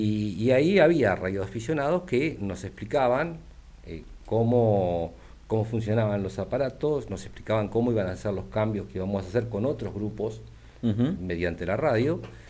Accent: Maldonado, Uruguay; born there; En mi adolescencia, acá en Maldonado

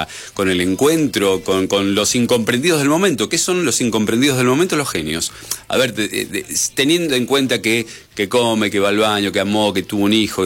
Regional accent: Argentina

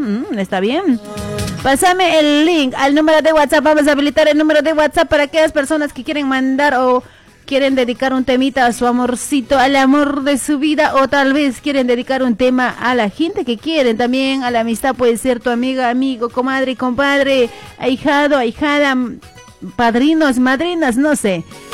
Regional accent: Bolivia; now in Argentina; Como bolivianas siempre vamos a ser, pues, sangre boliviana. O sea, nunca vamos a cambiar por más que tengas nacionalidad argentina

